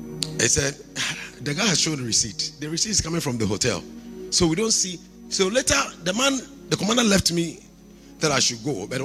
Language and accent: English; Kumasi, Ashanti, Ghana; I come from Kumasi.